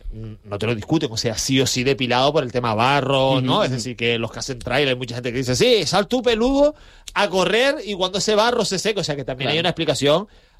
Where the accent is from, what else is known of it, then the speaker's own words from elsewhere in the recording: Tenerife, Canary Islands, Spain; now in Gran Canaria, Spain; soy natural de Tenerife